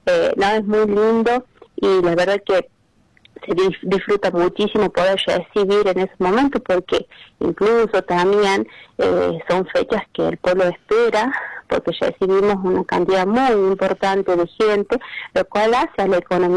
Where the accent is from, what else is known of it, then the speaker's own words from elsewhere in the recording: La Rioja, Argentina; Ustedes sabrán que nos caracteriza como riojanos la chaya.